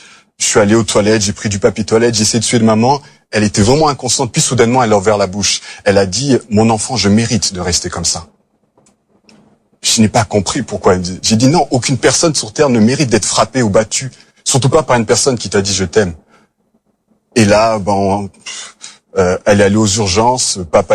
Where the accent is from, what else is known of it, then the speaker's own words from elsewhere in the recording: DR Congo; born there; je suis né en Afrique, en République démocratique du Congo